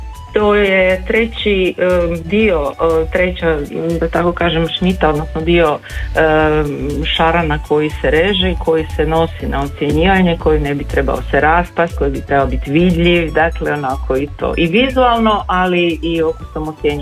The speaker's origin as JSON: {"language": "Croatian", "town": "Petrinja", "region": "Sisak-Moslavina County", "country": "Croatia", "said": "kod nas u Petrinji obično i biva"}